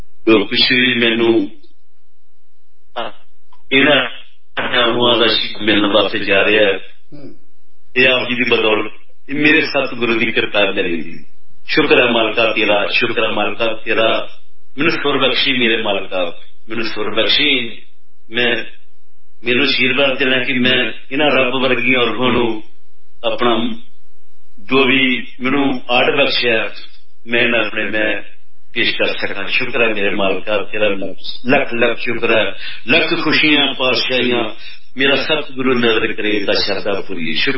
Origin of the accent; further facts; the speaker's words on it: Narot Mehra, Punjab, India; ਮੇਰਾ ਪਿੰਡ ਪਠਾਨਕੋਟ ਦੇ ਲਾਗੇ ਹੈ।